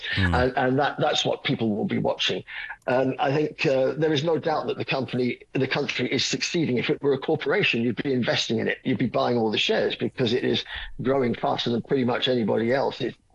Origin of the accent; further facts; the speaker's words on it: England, United Kingdom; except, I have to say, as an Englishman, what I would call tea.